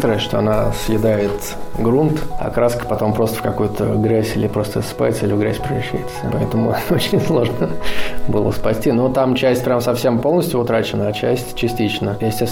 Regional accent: Oryol, Oryol Oblast, Russia; я из Орла

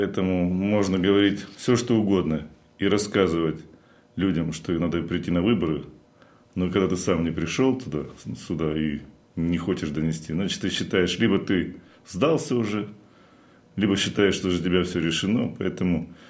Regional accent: Krasnodar Krai, Russia; moved away as an adult; now in Oryol Oblast, Russia; Родом я с Кубани.

